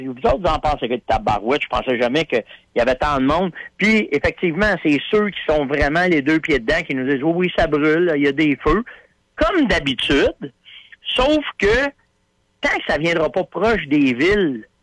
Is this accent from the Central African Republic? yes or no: no; Canada; Tu sais, je disais, ben, je viens du Canada, tu sais.